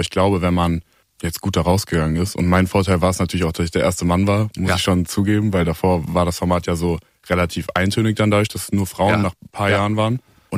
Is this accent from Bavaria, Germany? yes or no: no; Melsungen, Hesse, Germany; In Kassel, also Nähe Kassel, Melsungen heißt das.